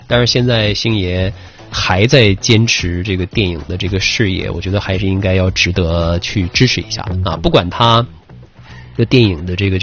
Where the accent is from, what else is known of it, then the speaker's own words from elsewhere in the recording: Northeast China, China; 你别看我是东北人，但我一点不喜欢冬天。